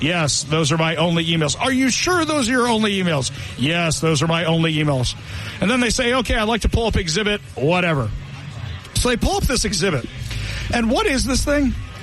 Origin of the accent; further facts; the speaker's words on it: Seattle, Washington, United States; anytime they said, where are you from? I go, Seattle.